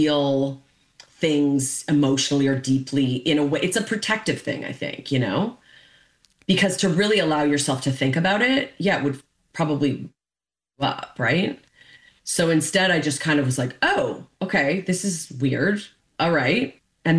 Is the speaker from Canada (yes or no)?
yes; Canada; because of my childhood and the way I was raised and being Canadian